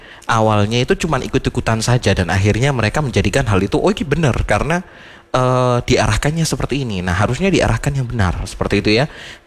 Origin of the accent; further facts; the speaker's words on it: Malang, East Java, Indonesia; Saya juga warga asli Malang, Aremania juga.